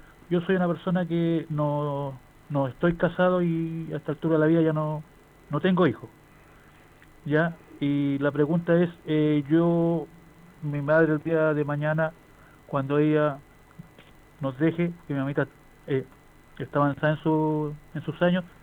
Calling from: Chile; De la parte alta de Villamar de Aguasanta.

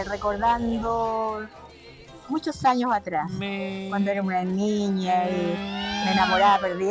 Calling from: Lima, Peru

